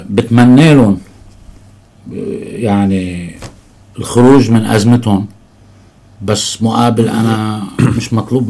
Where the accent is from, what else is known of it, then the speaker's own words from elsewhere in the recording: Lebanon; أنا قضيتي كلبناني هي قضية تاريخية، أنا يعني من الجذور إلى الأبدية أنا قضيتي لبنانية، لبنان وبس.